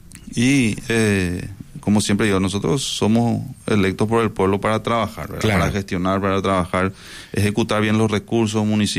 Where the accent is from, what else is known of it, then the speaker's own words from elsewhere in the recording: Cambyretá, Itapúa, Paraguay; me iba a Asunción y de dónde soy, de Encarnación, decía, ¿verdad? No decía que soy de Camburetá.